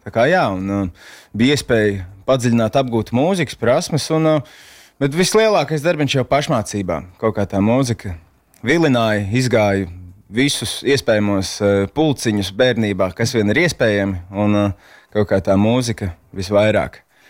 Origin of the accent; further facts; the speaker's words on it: Tukums, Tukums Municipality, Latvia; Nu, es esmu audzis tukumā. Esmu izmācījies fantastiskās tukuma. Skoliņās un pēc tam ar